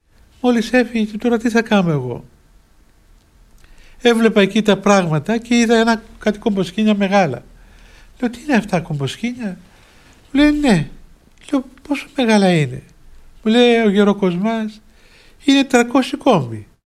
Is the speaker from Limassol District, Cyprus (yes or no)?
yes; Limassol, Limassol District, Cyprus; Λέει εσύ ποιος είσαι, λέω … Είμαι από τη Λεμεσό, είμαι διάκονος.